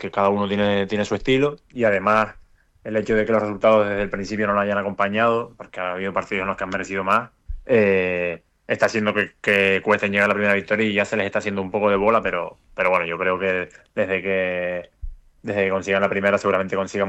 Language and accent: Spanish; Canary Islands, Spain; moved away as an adult; now in Ceuta, Spain; yo quiero vivir en Canarias toda mi vida y obviamente el equipo de mi tierra